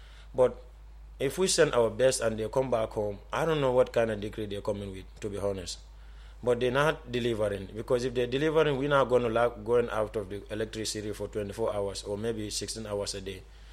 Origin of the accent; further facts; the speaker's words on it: Banjul, Gambia; born there; I'm from Banjul, but... I'm not raised there, so I cannot.